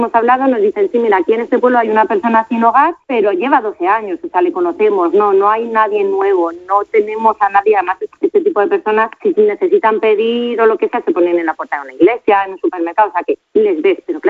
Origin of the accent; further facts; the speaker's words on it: Madrid, Community of Madrid, Spain; la familia somos de Madrid